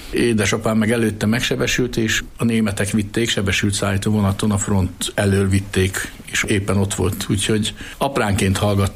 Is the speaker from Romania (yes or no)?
no; Medgyesegyháza, Békés, Hungary; moved away as an adult; also born or lived in Budapest / Szolnok; now in Nagykörű, Hungary; Az én őseim Felvidéken éltek. Nagyapám, akivel laktam a tanyán, ahol születtem